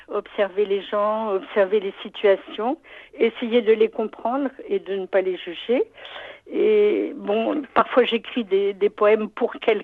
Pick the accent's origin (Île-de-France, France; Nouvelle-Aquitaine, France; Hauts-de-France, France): Île-de-France, France; Versailles; born there; je suis née à Versailles.